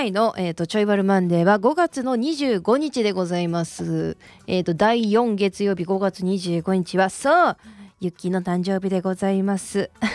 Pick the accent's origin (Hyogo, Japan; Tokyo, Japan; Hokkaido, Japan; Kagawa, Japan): Hyogo, Japan; Himeji; あと私姫路出身なんですけれども、